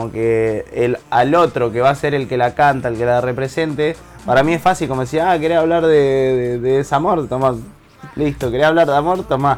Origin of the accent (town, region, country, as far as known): Necochea, Buenos Aires Province, Argentina; born there